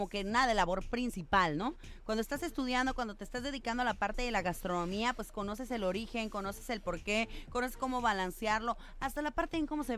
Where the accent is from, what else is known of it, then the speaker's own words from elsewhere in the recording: Ensenada, Baja California, Mexico; somos de Ensenada